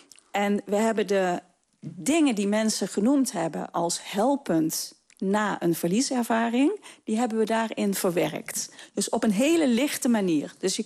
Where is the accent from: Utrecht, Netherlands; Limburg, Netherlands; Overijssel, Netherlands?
Limburg, Netherlands; Blerik; Opgegroeid in Blerik.